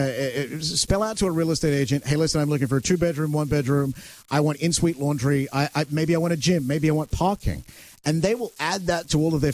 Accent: Australia; Love it. I'm Australian. I'm built for it.

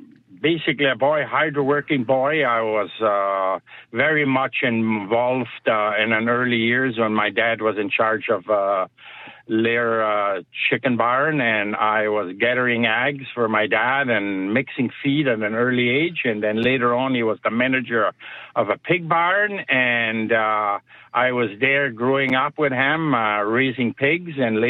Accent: Manitoba, Canada; My dad, where I grew up most of my life in Christmas Ring Colony. I was born in St. Pierre.

